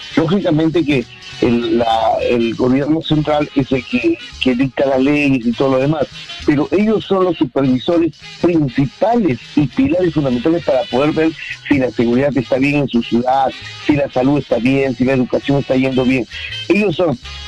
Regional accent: Chimbote, Ancash, Peru; Yo soy chimbotano, vivo en Chimbote

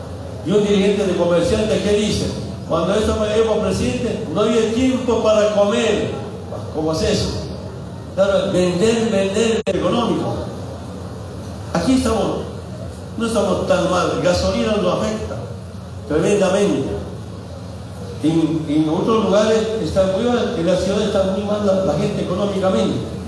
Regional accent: Bolivia

